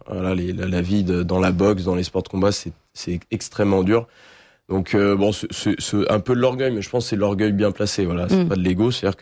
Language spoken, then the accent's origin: French; France; now in Poland; je vis en Pologne les trois quarts de l'année, parce que je ne peux pas vivre sans revenir en France quand même souvent.